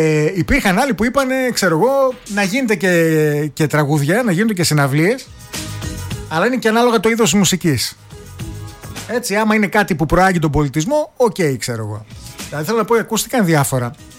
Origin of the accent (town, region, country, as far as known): Greece